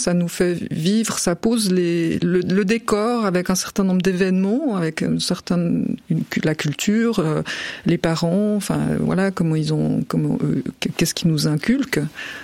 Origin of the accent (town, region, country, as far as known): Corsier, Vaud, Switzerland; born or raised there; also born or lived in Vevey